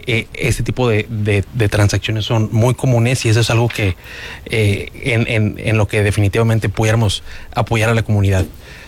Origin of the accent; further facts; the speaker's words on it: Bryan, Texas, United States; born there; llegué aquí a la comunidad desde muy joven. Tuve la oportunidad de estudiar aquí en Bryan Collegiate.